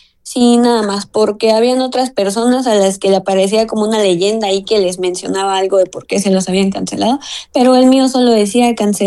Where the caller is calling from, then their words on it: Chiapas, Mexico; soy del estado de Chiapas.